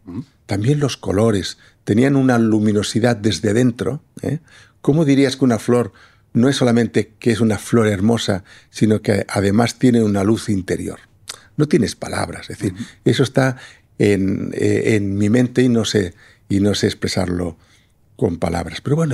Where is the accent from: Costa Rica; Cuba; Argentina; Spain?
Spain; Lleida, Catalonia; Yo tengo que decir que yo vivo en Lérida, yo soy de Lérida, y entonces con frecuencia, pues desde Lérida o te vas a la playa o te vas hacia la montaña.